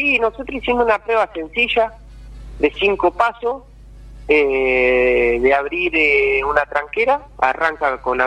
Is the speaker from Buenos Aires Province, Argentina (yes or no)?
yes; Ordoqui, Buenos Aires Province, Argentina; moved away; porque yo soy de ahí de Ordoqui, no estoy viviendo actualmente ahí